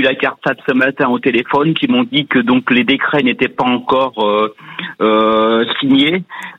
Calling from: Beaufort-en-Vallée, Pays de la Loire, France; Beaufort-en-Vallée dans le Maine-et-Loire

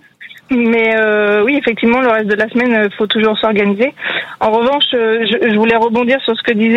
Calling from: Poitiers, Nouvelle-Aquitaine, France; De la Vienne à Poitiers.

